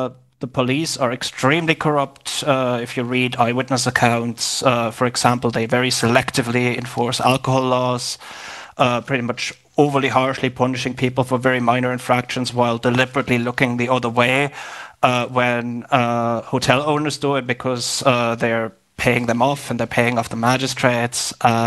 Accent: Germany; English is a second language; No, I am originally from Germany.

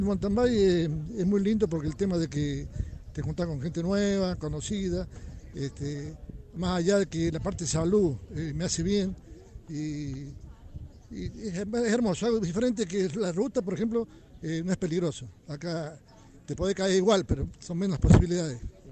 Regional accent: Merlo, San Luis, Argentina; De Merlo, San Luis.

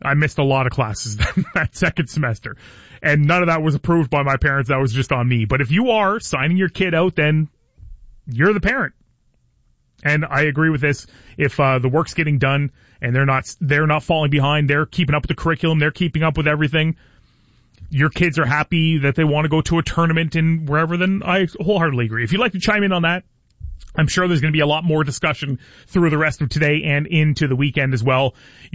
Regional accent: Belle River, Ontario, Canada; which I used to listen to when I was a kid growing up in Pewson and Bell River.

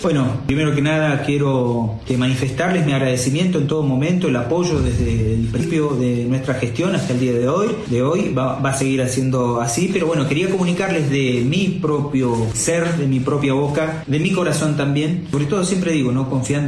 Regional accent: Argentina; la democracia que tanto nosotros venimos bregando como argentinos.

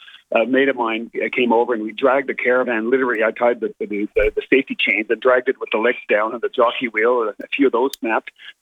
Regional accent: Canada; I'm from Canada

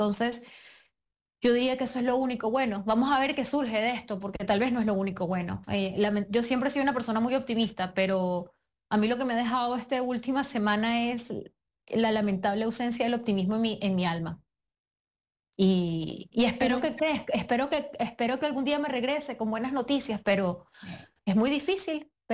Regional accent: Tanaguarena, La Guaira, Venezuela; la zona donde crecí en Venezuela, en La Guaira, en Tanaguarena se llama específicamente, se destruyó.

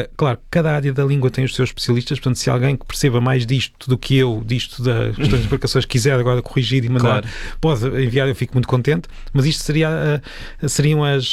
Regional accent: Peniche, Centro, Portugal; eu sou de Peniche

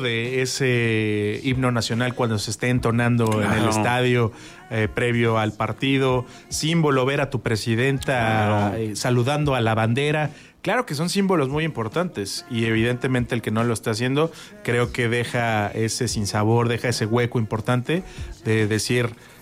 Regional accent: Mexico

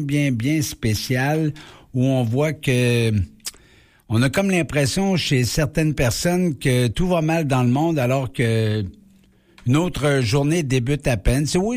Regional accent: Quebec, Canada; chez nous, au Québec

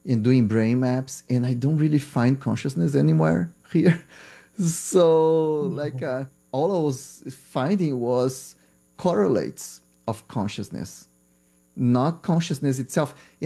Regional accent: Brazil; school because I'm from Brazil, and Brazil medical school is undergrad, so you have to decide either you go that track or this track. So I went to medical school with the goal of understanding the brain. Like growing up in Brazil in the 90s

